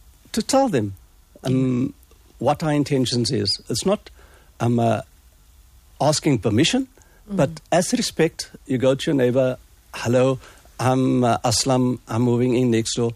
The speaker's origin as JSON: {"language": "English", "town": "Cape Town", "region": "Western Cape", "country": "South Africa", "tie": "born or raised there", "said": "But when I grew up in District 6, the uncle of that put up Paul, so we said put up Paul."}